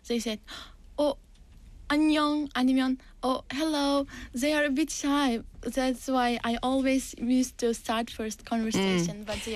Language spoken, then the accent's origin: English; Uzbekistan; English is a second language; In my country, in my hometown, I took a lesson from social media